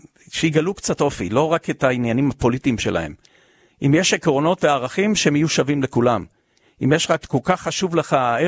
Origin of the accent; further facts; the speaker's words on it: Ashkelon, Southern District, Israel; born there; now in Jerusalem, Israel; כשאני הייתי בן 10 אנחנו עלינו לארץ, אמא שלי שבה לארץ, גדלנו באשקלון, אבל אני זכיתי לעבור לגור בירושלים וללדת פה את הילדים שלי